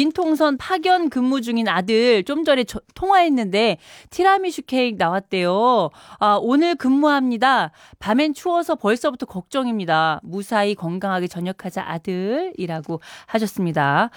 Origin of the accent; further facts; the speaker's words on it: Uijeongbu, Gyeonggi Province, South Korea; 포천이면 가깝네. 제가 또 본가가 의정부 아니겠습니까? 가까워요.